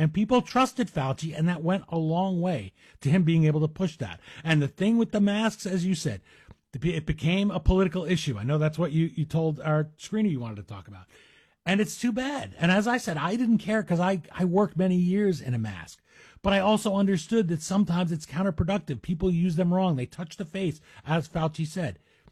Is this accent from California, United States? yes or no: no; Bergenfield, New Jersey, United States; My hometown of Cresco, New Jersey, the second town I lived in. I grew up in Bergenfield.